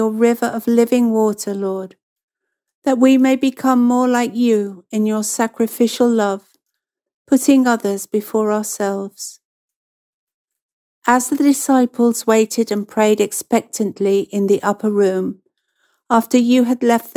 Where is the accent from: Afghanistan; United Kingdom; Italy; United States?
United Kingdom; East of England; I'm from Cambridgeshire.